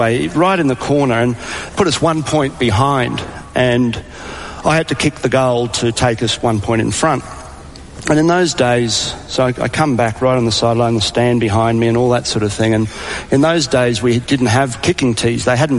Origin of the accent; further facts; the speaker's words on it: Brisbane, Queensland, Australia; I was in Brisbane. I'm from Brisbane.